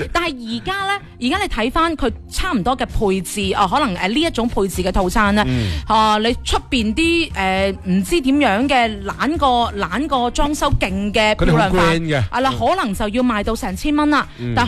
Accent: Foshan, Guangdong, China; 对于我哋老佛山嚟讲，

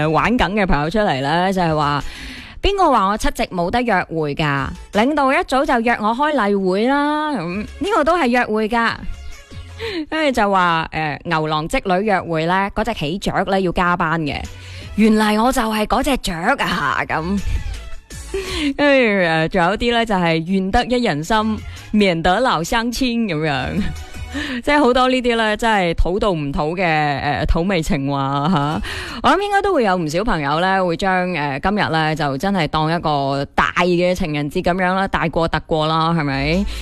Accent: Guangdong, China; 属于我哋广东人嘅浪漫啊

